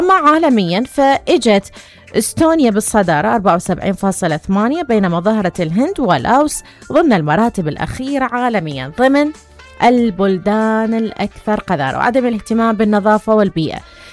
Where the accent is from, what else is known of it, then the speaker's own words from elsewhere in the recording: Iraq; بلدنا العراق